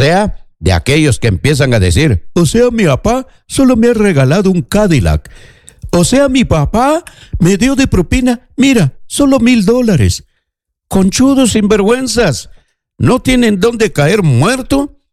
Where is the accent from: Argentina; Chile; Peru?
Peru; now in United States; todos los peruanos estamos arrojados en este país porque de alguna manera queremos tener un mejor porvenir, o muchos hemos llegado a este país porque nos amenazaron quizás en el Perú.